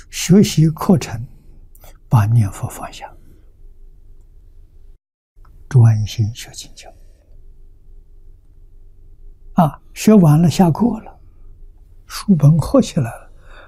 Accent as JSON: {"language": "Chinese", "country": "China", "said": "那这其中戒取见见取见，就是我们中国人讲的成见。"}